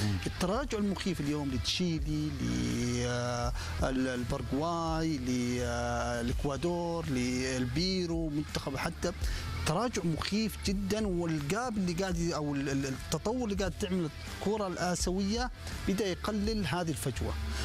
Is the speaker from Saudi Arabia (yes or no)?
yes; Saudi Arabia; وممكن احنا كسعوديين نستفيد من هذه التجارب.